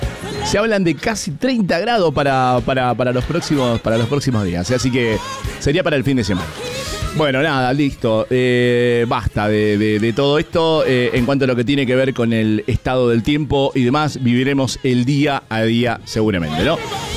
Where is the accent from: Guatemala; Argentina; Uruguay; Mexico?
Argentina; Mendoza; somos de Mendoza